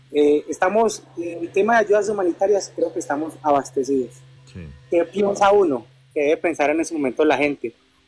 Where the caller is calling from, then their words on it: Sevilla, Valle del Cauca, Colombia; me comunico desde Sevilla, Valle del Cauca.